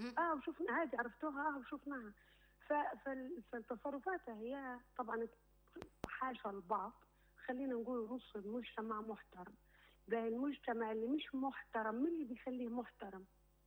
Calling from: Libya

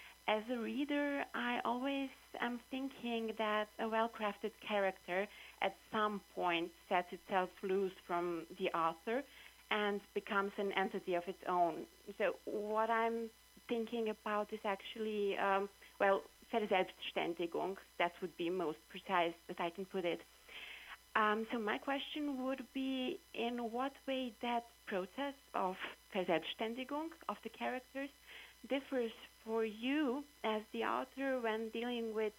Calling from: Serbia

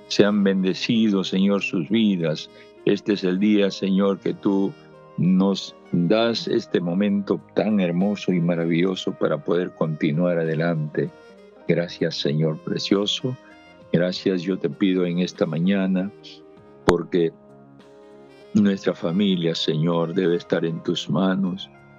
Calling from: Peru; de todos nosotros como peruanos

